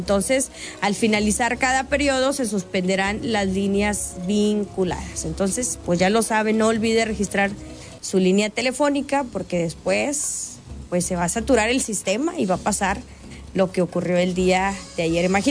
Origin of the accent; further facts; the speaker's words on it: Mexico; Como buenos mexicanos, todo a la mera hora.